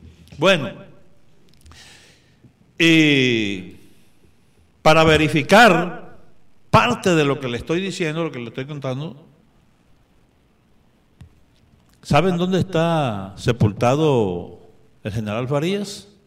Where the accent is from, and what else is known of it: San Juan del Cesar, La Guajira, Colombia